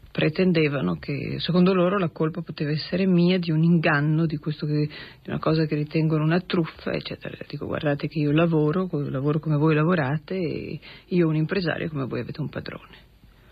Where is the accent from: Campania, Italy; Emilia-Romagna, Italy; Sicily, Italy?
Emilia-Romagna, Italy; Parma; Quando io sono di Parma e avevamo portato questa commedia al Ducale